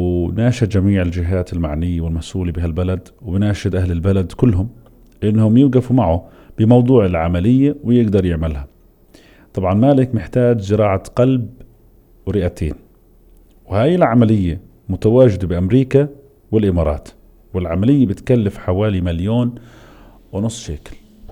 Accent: Hebron, Hebron Governorate, Palestine; مثل ما بنسميها إحنا في الخليل،

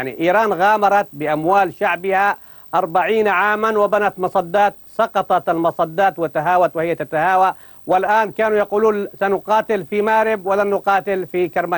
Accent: Taiz, Taiz Governorate, Yemen; كانوا عندنا في تعز، كنت أنا في تعز أيامها، كان الضرب على داري على بيتي يعني

